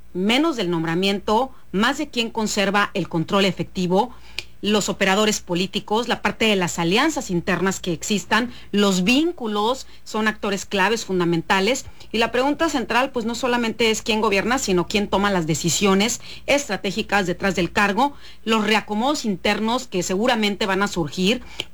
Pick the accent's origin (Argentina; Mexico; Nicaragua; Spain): Mexico; Sinaloa; eso es lo que quisiéramos las y los sinaloenses